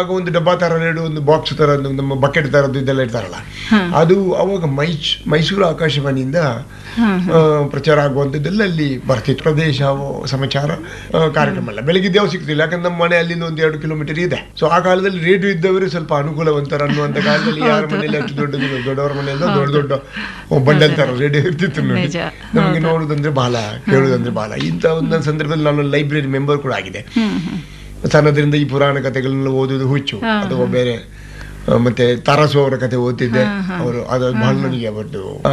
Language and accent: Kannada; Karnataka, India; ಮೂಲತಃ ನಾನು ಬಾಣೆ ಮಂಗಳೂರಿನ ಹತ್ತಿರ ಬಂಟ್ವಾಳ ತಾಲೂಕಿನಲ್ಲಿ ಸಜಿಪಾಂತ ಗ್ರಾಮ, ಮರೇಕು ಗ್ರಾಮ. ಅಲ್ಲಿ ಯಾವುದೇ ಸೌಕರ್ಯಗಳಿಲ್ಲ, ನಡ್ಕೊಂಡು ಹೋಗ್ಬೇಕು. ಪೇಟೆಯಿಂದ 5-6 ಕಿಲೋಮೀಟರ್ ನಡ್ಕೊಂಡು ಹೋಗಿತ್ತು.